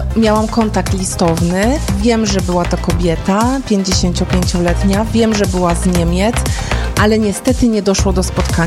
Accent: Tychy, Silesian Voivodeship, Poland; Ja pochodzę z Tychów.

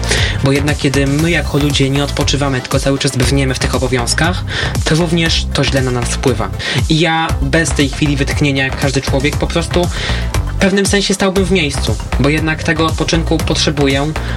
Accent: Łomża, Podlaskie Voivodeship, Poland; jestem Łomżyniakiem, wychowałem się w Łomży, tutaj się urodziłem.

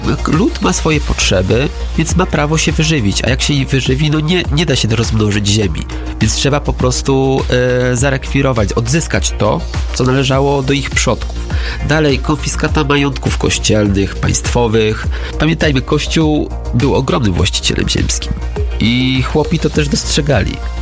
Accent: Rzeszów, Subcarpathian Voivodeship, Poland; u nas na Podkarpaciu, w Rzeszowie

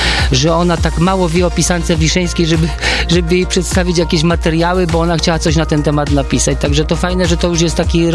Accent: Lower Silesian Voivodeship, Poland; born there

